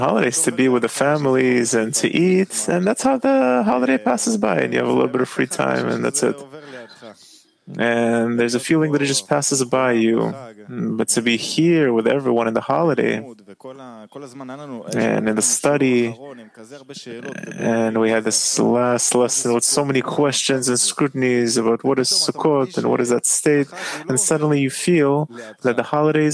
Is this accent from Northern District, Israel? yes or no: yes; Yokneam, Northern District, Israel; By the way … from Yokneam